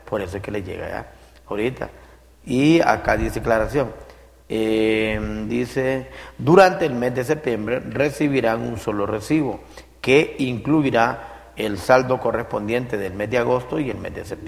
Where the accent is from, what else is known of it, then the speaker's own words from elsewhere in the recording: Honduras; como hondureño, todo hondureño.